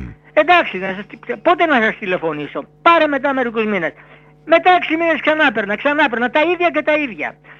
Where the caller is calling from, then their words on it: Kallithea, Attica, Greece; από Καλλιθέα Περιστέρια.